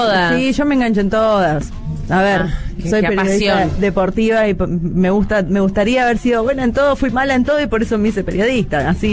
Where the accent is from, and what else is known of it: Corrientes, Argentina